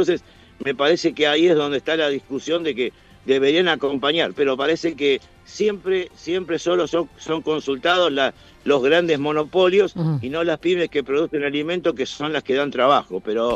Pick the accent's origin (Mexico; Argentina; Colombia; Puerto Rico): Argentina; yo soy argentino nato, entonces siempre tengo esperanza, ¿no es cierto?